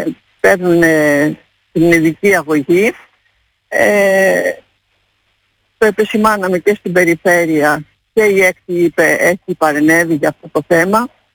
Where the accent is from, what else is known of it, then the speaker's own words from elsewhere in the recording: Patras, Western Greece, Greece; Είμαι από την Πάτρα